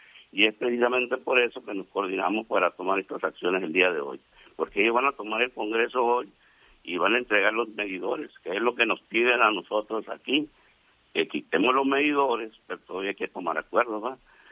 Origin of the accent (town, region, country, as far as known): Mexico